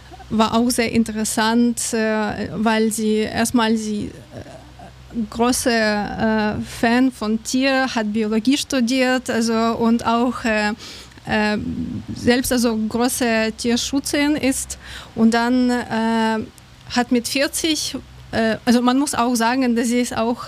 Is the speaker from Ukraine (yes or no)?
yes; Kyiv, Ukraine; German is a second language; aber ich komme aus Kyiv und oft lese über, also über meine Stadt Nachrichten.